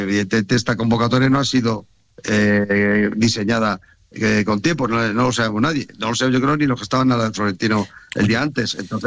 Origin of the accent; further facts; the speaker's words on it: Madrid, Community of Madrid, Spain; no olvides que soy madrileño.